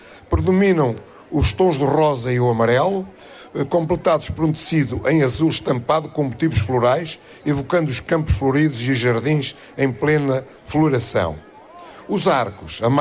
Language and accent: Portuguese; Arganil, Centro, Portugal; porque é a minha terra. Eu costumo dizer que nasci aqui há quase 80 anos, só cá não estive 3 anos, que foi o tempo que fui à guerra. E por isso mesmo, Arganil é tudo aquilo que eu tenho de corpo e alma.